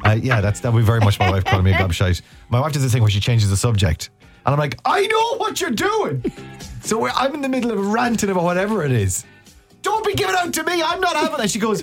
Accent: Ireland; I am Irish.

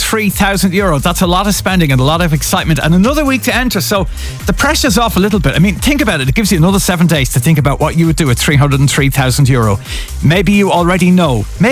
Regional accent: Ireland; I'm an Irish man.

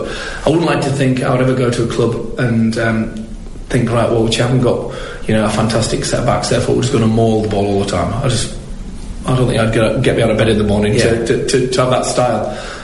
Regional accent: Yorkshire and the Humber, United Kingdom; moved away as an adult; now in Dublin, Ireland; I'm from Yorkshire

